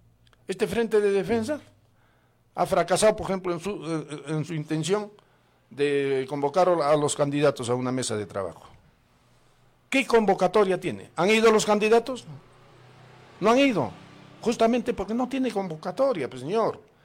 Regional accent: Coracora, Ayacucho, Peru; Yo solamente consulto con mi pueblo, con Coracora, quien me puso en el cargo.

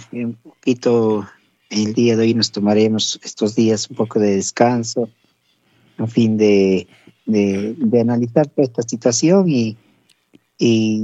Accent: Cerro de Pasco, Pasco, Peru; a mi tierra Cerro de Pasco

